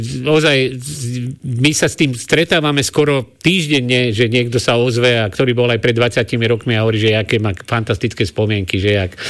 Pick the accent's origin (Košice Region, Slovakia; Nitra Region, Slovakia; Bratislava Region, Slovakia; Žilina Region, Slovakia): Žilina Region, Slovakia; ja som taký poloslovenský, ja som z Liptova na poli a druhá vec, druhá strana je z Nitry.